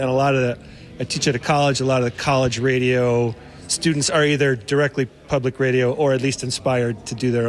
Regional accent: Colorado, United States; I'm from Colorado.

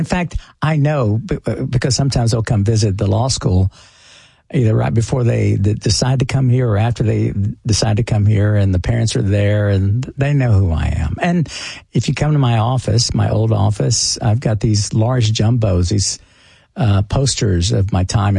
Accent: Texas, United States; now in Tennessee, United States; I'm a proud Tennessean. I'm still a proud Texan.

